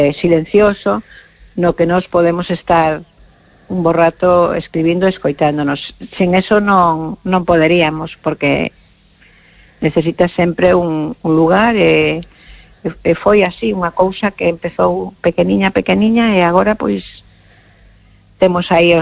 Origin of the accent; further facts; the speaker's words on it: Pontevedra, Galicia, Spain; Galician is a second language; e cando puiden vir para Galicia, que son de Pontevedra, o primeiro que fixen foi aprender o galego que non sabía, unha escola de idiomas